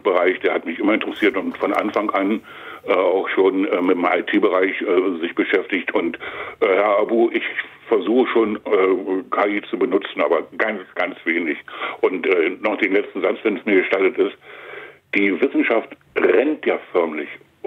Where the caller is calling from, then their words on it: Saxony-Anhalt, Germany; Ich komme aus Sachsen-Anhalt.